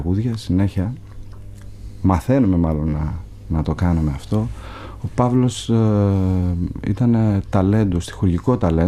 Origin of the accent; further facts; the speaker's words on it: Greece; moved away as an adult; also born or lived in Paris; εκεί συνειδητοποιώ το ότι είμαι Έλληνας